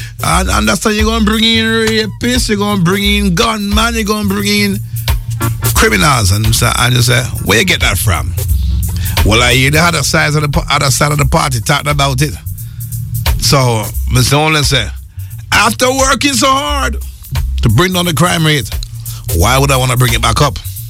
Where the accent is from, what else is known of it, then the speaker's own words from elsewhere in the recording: Jamaica; moved away; I come from Jamaica